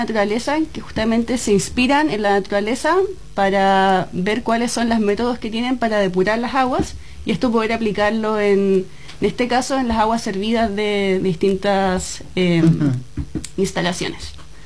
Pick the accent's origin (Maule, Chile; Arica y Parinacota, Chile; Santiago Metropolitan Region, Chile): Santiago Metropolitan Region, Chile; Santiago; moved away as an adult; also born or lived in Concepción / Panguipulli; now in Valdivia, Chile; Pero me crié más bien en Santiago. Y hace ya 6 años que estoy aquí habitando en la región. Estuve viviendo un tiempo en Panguipulli, y hace unos años me estoy viviendo en la comuna de Valdivia